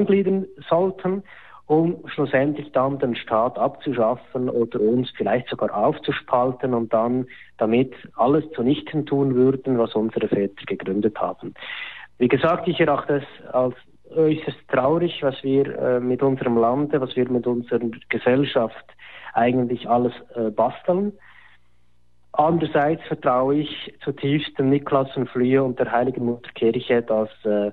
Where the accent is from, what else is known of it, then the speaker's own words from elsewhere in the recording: Switzerland; Wir sagen zwar alle, wir sind Schweizer